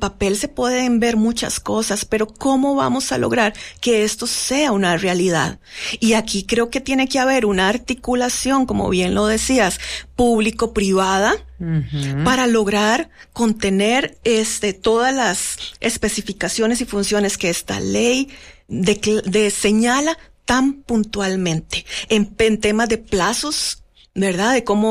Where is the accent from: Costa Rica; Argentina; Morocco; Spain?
Costa Rica